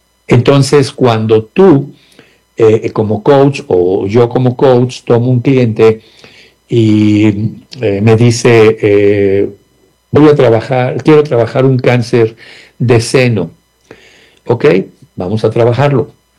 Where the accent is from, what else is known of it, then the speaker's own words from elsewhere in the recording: Mexico; en México le llamamos comida.